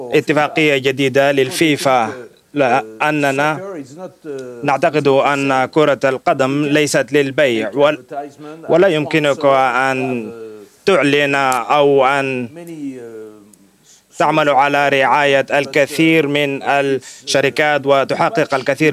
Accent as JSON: {"language": "Arabic", "country": "Tunisia", "tie": "born there", "said": "أنا ولدت في أفريقيا، أنا ولدت في تونس،"}